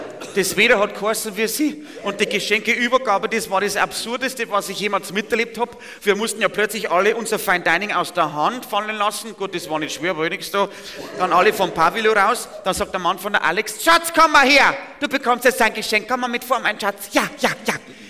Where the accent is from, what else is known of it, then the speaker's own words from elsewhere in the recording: Bavaria, Germany; Ja, bei uns in Niederbayern sagt man Glowschneider, das kannst du immer brauchen.